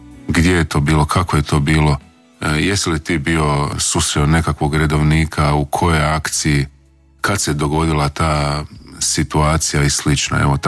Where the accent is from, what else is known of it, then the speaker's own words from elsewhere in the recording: Dalmatia, Croatia; ja sam porijeklom iz Dalmacije